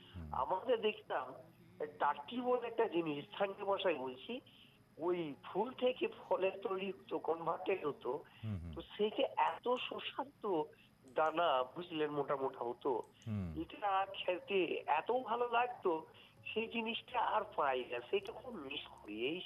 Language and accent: Bangla; West Bengal, India; born there; আমি পশ্চিমবঙ্গের বীরভূম থেকে